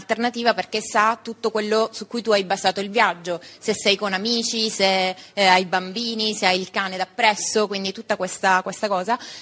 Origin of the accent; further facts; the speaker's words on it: Sicily, Italy; Sono siciliana, qua tutti terroni, ma anch'io sono siciliana.